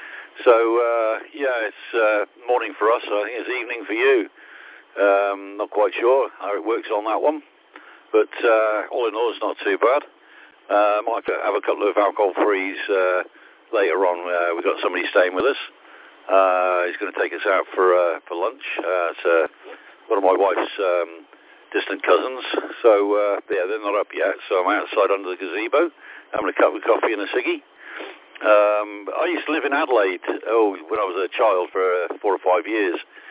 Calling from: Wales, United Kingdom; I'm in UK South Wales.

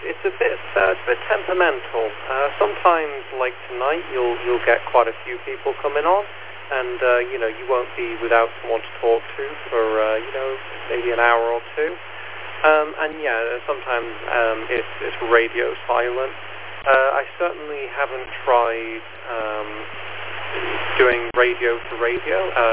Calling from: Northwich, North West England, United Kingdom; Yeah, I'm currently calling from Northwich using the GB 3SJ repeater.

